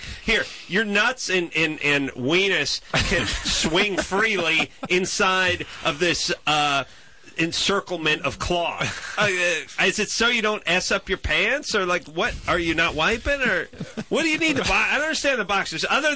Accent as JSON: {"language": "English", "country": "United States", "said": "I'm an American."}